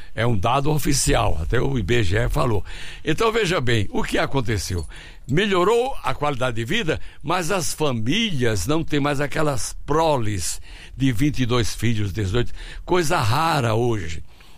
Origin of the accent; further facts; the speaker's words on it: São Gonçalo, Paraíba, Brazil; born there; lá na Paraíba, onde eu nasci, em São Gonçalo